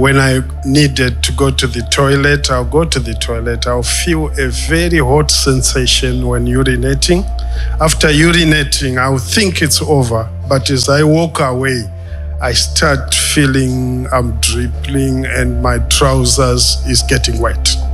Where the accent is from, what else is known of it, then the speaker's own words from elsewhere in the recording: Zimbabwe; now in United Kingdom; I am originally from Zimbabwe. I live in the UK.